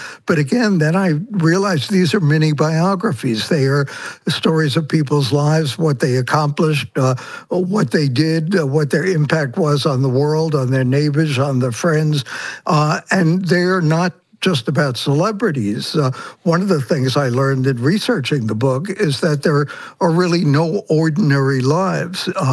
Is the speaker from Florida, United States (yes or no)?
no; Brooklyn, New York, United States; I grew up in Brooklyn in a culture, family culture, where death was denied for the most part.